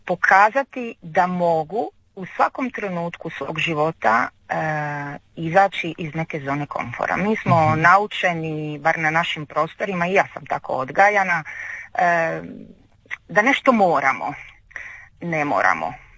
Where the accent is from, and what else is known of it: Croatia